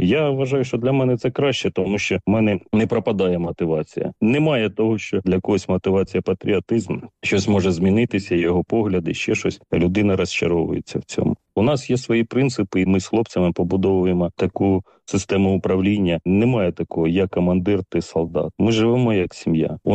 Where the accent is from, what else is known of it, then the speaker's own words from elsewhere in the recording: Kharkiv Oblast, Ukraine; ми з Куп'янського району, він теж під окупацію потрапив.